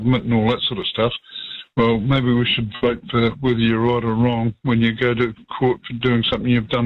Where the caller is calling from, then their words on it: Kerikeri, Northland, New Zealand; I live in Kerikeri